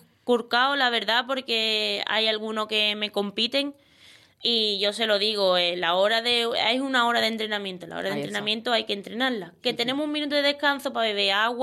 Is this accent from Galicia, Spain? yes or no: no; El Puerto de Santa María, Andalusia, Spain; mis colores desde aquí del puerto y satisfecho de ser andaluz.